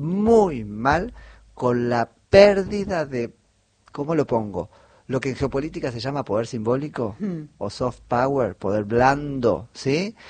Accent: Argentina; somos argentinas

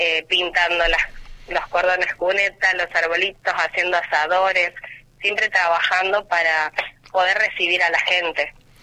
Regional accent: Dragones, Salta, Argentina; moved away; me encanta trabajar por mi pueblo. Yo no estuve muchos años aquí, y hace un par de años volví

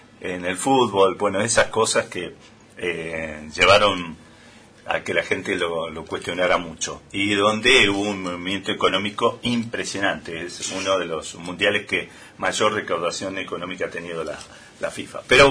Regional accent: Argentina

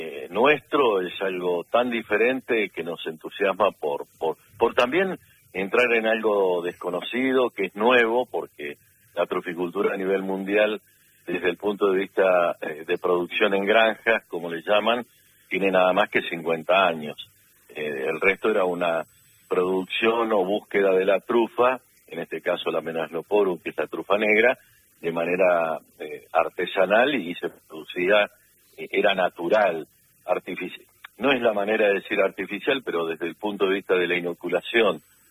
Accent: Martínez de Oz, Buenos Aires Province, Argentina; Yo de un pueblito de Martínez de Oz, a 20 kilómetros de distancia, sí. En el partido de Lincoln, ¿no?

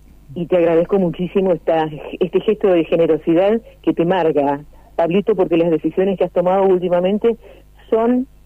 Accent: Mendoza, Argentina; fue el gobierno de la provincia de Mendoza que reconoció a quienes pusieron la voz. Acá no se trajeron locutores de Buenos Aires, no, al contrario. Éramos todas voces locales, con trayectoria

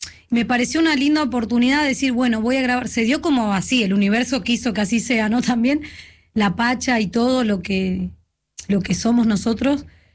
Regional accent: Santiago del Estero, Argentina; siempre la santiagueñidad en mí

